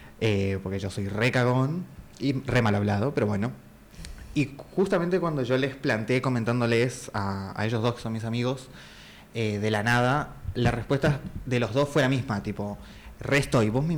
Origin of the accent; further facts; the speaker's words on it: Salta, Argentina; moved away; me fui de vacaciones para mi pueblo, para mi ciudad, porque claramente ninguno de los tres es de acá, de ahí el nombre. Yo soy de Salta